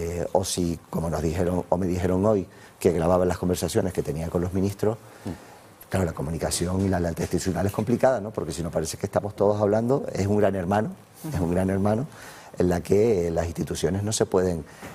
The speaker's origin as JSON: {"language": "Spanish", "region": "Canary Islands", "country": "Spain", "said": "vivimos en isla, somos canarios"}